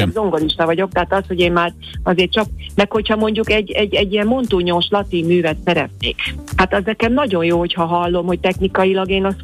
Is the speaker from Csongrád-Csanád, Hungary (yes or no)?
yes; Makó, Csongrád-Csanád, Hungary; Makón, szülővárosomban